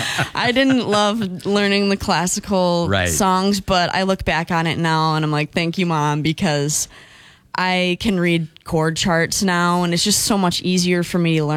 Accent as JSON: {"language": "English", "town": "Holmen", "region": "Wisconsin", "country": "United States", "tie": "born or raised there", "also_born_or_lived": "La Crosse, Wisconsin", "said": "Born and raised in Wisconsin, so born in La Crosse, and I grew up in Holman"}